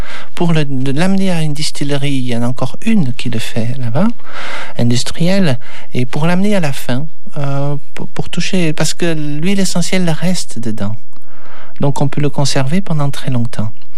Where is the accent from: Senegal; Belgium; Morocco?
Belgium; now in southern France; je suis belge et l'angélique, l'huile essentielle d'angélique, c'est vraiment une spécialité du Nord. Et de la Belgique, de la région d'où je viens